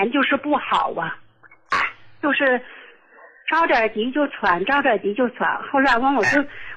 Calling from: Qiqihar, Heilongjiang, China; ，我是齐齐哈尔的。

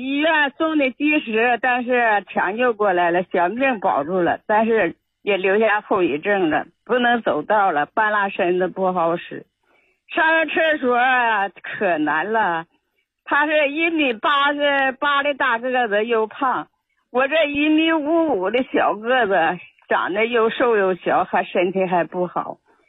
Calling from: Qiqihar, Heilongjiang, China; 我是齐齐哈尔大民屯的，

